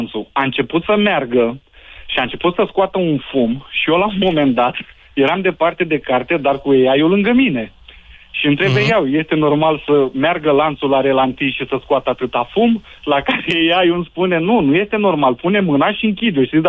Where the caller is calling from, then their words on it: Iași, Iași County, Romania; Sunt din Iași.